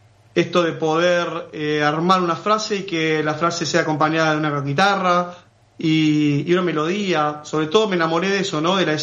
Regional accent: La Plata, Buenos Aires Province, Argentina; born there; Sí, nací en La Plata.

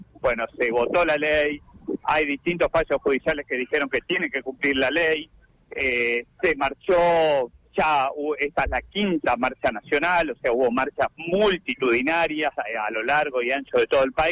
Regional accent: Trelew, Chubut, Argentina; porque somos de Trelew, caminamos los barrios

